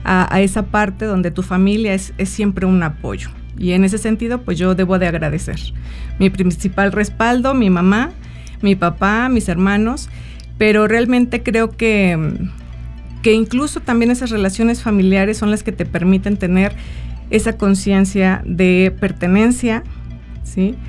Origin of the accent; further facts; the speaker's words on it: Rioverde, San Luis Potosí, Mexico; yo soy de Río Verde, San Luis Potosí